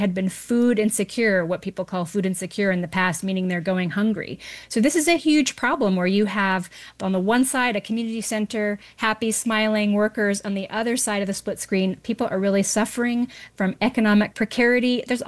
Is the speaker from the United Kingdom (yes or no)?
no; Utah, United States; moved away as an adult; also born or lived in New York City; So I moved back to my home region. I'm from the Mountain States, and I moved back to Utah.